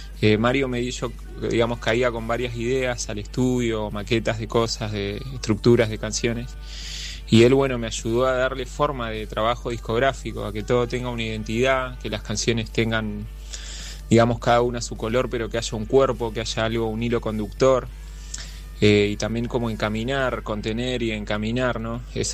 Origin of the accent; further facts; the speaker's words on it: Neuquén, Argentina; moved away as an adult; now in Buenos Aires, Argentina; Soy cantautor, criado en la ciudad de Neuquén. Actualmente hace 14 años que vivo en Buenos Aires.